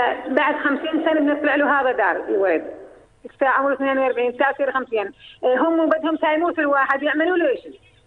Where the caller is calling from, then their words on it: Balila, Jerash Governorate, Jordan; انا بحكي معك من شركه من بليله